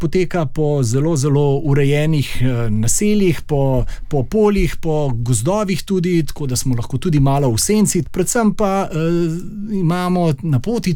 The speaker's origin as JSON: {"language": "Slovenian", "town": "Kamnik", "region": "Central Slovenia", "country": "Slovenia", "said": "ker prihajam iz Kamnika, sem seveda tudi ljubitelj gradov, sej mali grad Kamničani nosimo v sebi."}